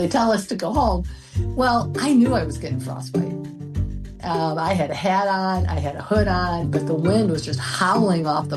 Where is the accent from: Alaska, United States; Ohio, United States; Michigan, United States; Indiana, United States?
Michigan, United States; Muskegon; I'm from Muskegon, Michigan.